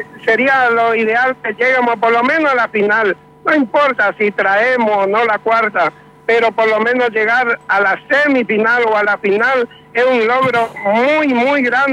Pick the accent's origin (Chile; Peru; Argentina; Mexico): Argentina; San Lorenzo, Corrientes; now in Corrientes, Argentina; Sí, soy de San Lorenzo, Corrientes, pero soy más de los 16 años que vine acá